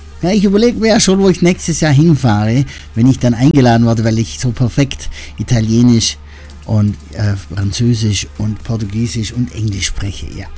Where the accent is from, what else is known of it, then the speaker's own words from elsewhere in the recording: Weißenhorn, Bavaria, Germany; ich komme hier aus Weißenhorn im Illerta